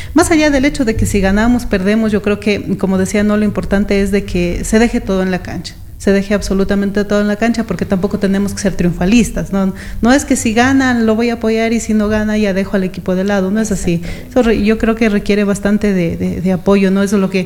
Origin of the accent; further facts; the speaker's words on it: Ecuador; somos los ecuatorianos así